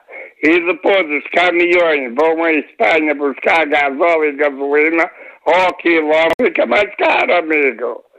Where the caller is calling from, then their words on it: Porto, Portugal; sou do Distrito Porto.